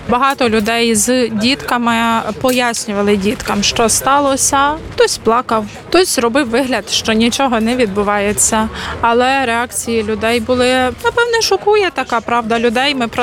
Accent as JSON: {"language": "Ukrainian", "town": "Ternopil", "region": "Ternopil Oblast", "country": "Ukraine", "tie": "born or raised there", "said": "Це був ракетний удар по моєму рідному місті Тернопіль."}